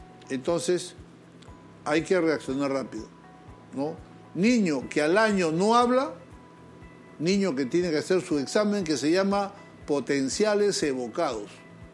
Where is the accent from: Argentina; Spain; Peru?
Peru; Conozco mi pueblo peruano, que tanto quiero.